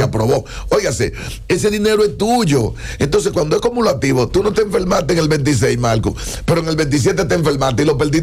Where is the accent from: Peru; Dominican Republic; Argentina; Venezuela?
Dominican Republic; ¿Y qué es lo que somos los dominicanos?